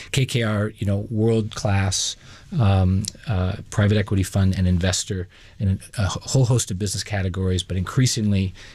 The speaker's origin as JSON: {"language": "English", "town": "Boston", "region": "Massachusetts", "country": "United States", "tie": "born or raised there", "said": "I grew up in the Boston area, just to show my age."}